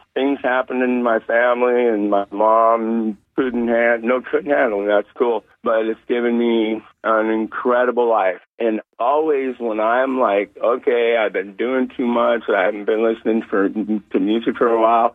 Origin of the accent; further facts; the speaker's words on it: Seattle, Washington, United States; And I was born and raised in Seattle.